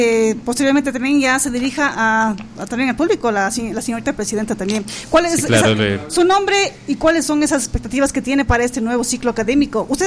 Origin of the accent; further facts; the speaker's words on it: Ecuador; Yo también soy de Ecuador.